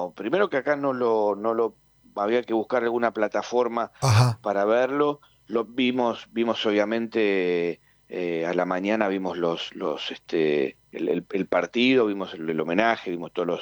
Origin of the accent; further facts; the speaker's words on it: Argentina; cuando te reconocen acá como argentino, te preguntan por Messi.